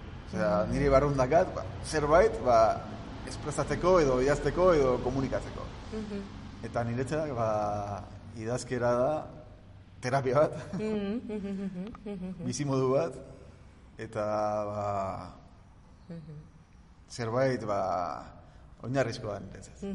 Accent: Villabona, Basque Country, Spain; born there; now in Urdiain, Spain; Ni jaio naiz, Bilabonan, eta Urdiain daramat, ba, 6 urte ingo ditut.

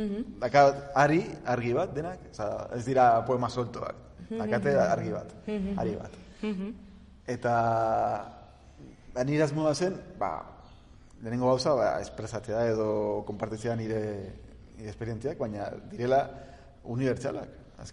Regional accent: Villabona, Basque Country, Spain; born there; now in Urdiain, Spain; Ni jaio naiz, Bilabonan, eta Urdiain daramat, ba, sei urte ingo ditut.

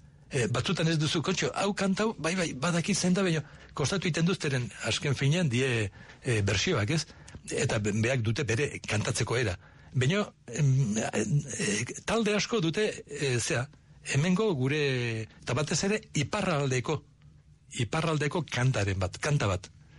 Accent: Basque Country, Spain; kontxo, nongotzea espainola eta ez, euskalduna naiz.

